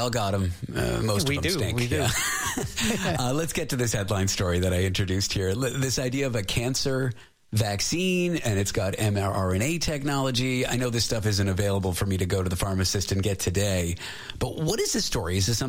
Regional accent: Canada; I'm from Canada

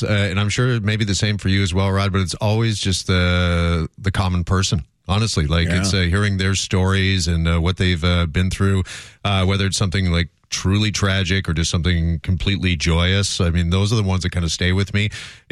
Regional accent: Burlington, Ontario, Canada; Actually, I grew up in Burlington, Ontario, and people that lived across the street, they won $1 million.

